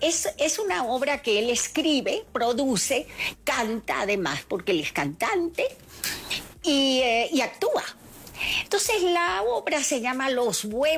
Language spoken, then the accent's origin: Spanish; Venezuela; Y que terminó en mi país, fíjate. Terminó en Venezuela